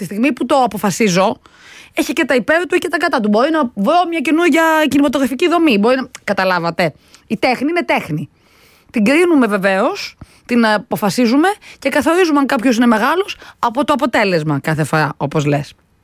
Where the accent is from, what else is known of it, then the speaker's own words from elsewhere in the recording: Amaliada, Western Greece, Greece; την Αμαλιάδα που είναι και το χωριό μου.